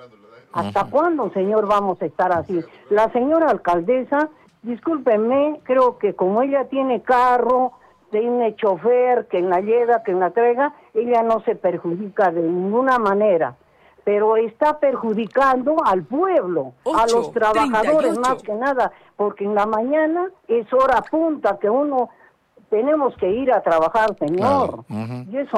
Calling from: Arequipa, Peru; Yo vivo en Independencia

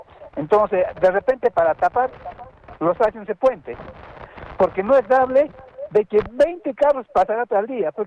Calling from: Cayma, Arequipa, Peru; Estoy llamando de Caima.

